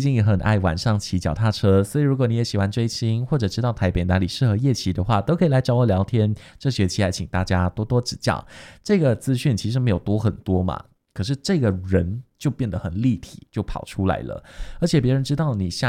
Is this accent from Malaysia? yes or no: yes; Malaysia; 我来自马来西亚，目前就读口传系